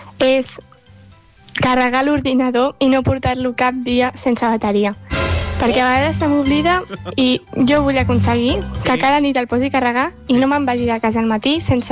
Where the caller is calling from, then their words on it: Vilanova i la Geltrú, Catalonia, Spain; de Vilanova i la Geltrú. I aquest curs començo tercer d'ESO.